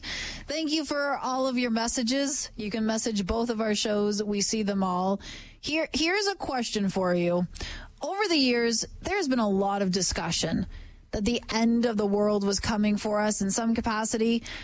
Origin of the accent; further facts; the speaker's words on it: Ontario, Canada; If you go back in time, I'm from Ontario. I grew up through the infamous ice storm of Eastern Ontario of 1998.